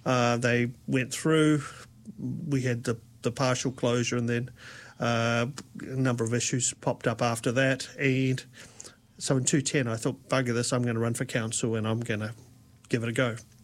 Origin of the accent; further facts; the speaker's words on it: Wellington, New Zealand; also born or lived in California / Canada; Born and raised in Wellington.